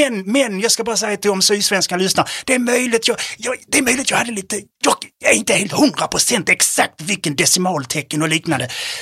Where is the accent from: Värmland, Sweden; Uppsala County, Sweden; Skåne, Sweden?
Skåne, Sweden; Malmö; jag är själv uppvuxen på Söderkulla.